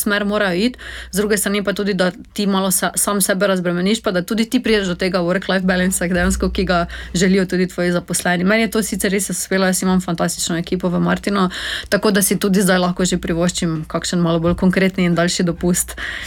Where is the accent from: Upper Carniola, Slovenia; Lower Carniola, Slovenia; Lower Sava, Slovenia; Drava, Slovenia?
Drava, Slovenia; Maribor; Jaz sem sama Mariborčanka, živim v centru mesta